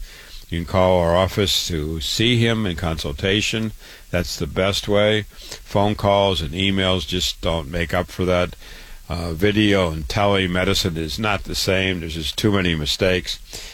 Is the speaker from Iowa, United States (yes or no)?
yes; Waterloo, Iowa, United States; So I was MD at 25, was born and raised in Waterloo, Iowa, went to the University of Iowa, MD at 25, my home state.